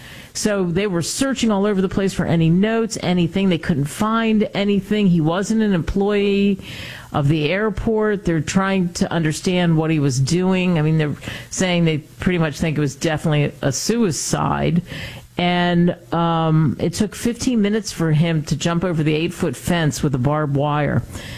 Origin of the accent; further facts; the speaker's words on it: California, United States; I'm born and raised in California. I love it. I can't imagine living anyplace else